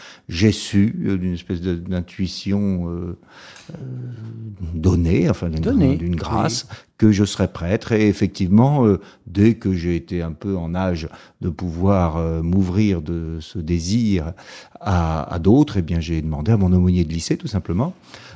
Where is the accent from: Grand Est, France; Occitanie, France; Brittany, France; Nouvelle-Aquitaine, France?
Nouvelle-Aquitaine, France; Poitiers; born there; now in Paris, France; je suis né à Poitiers.